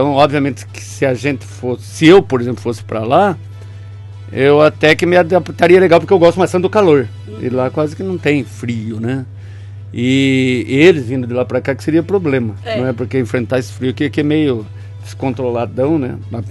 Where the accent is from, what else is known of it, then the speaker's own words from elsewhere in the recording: Paulista, São Paulo, Brazil; Nós somos paulistas